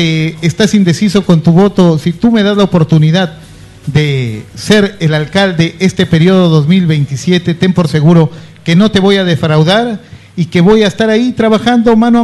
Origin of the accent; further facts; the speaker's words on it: Otuzco, La Libertad, Peru; soy un otuscano de nacimiento